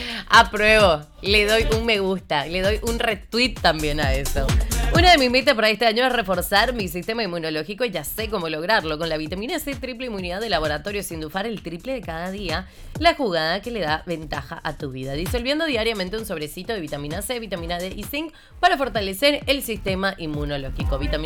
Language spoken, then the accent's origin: Spanish; Paraguay; Nosotros no estamos acostumbrados como paraguayos a tenerla tantos extranjeros entre nosotros.